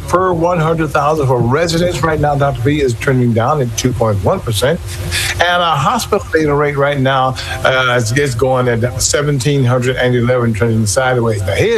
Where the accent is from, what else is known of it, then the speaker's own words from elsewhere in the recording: the South, United States; born there; Are you kidding? I was born in the South.